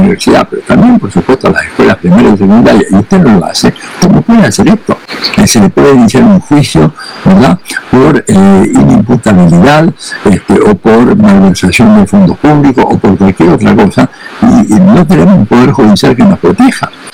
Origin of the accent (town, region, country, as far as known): Argentina